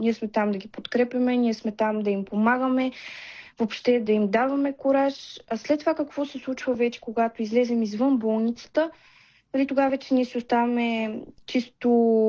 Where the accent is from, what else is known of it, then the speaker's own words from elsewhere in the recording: Pleven, Pleven Province, Bulgaria; also born or lived in Sofia; аз след завършването си, нали, вече след официално взетия последен държавен изпит, се прибрах по моя роден край, а именно в Плевен.